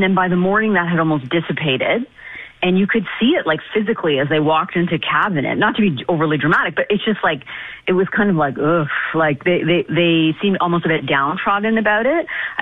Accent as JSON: {"language": "English", "country": "Canada", "said": "Maybe a little troubling as a Canadian."}